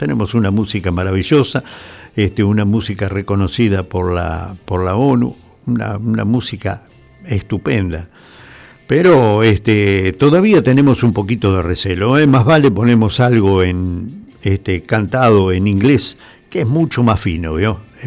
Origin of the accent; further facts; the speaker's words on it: Argentina; Uno es argentino y no podemos diferenciar de uno de otro. Somos todos argentinos